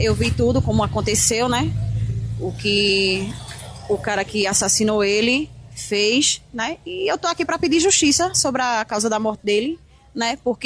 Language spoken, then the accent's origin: Portuguese; Recife, Pernambuco, Brazil; also born or lived in Caruaru; Não, sou de Recife, morava aqui em Caruaru. Depois que minha mãe faleceu, fui morar no Recife.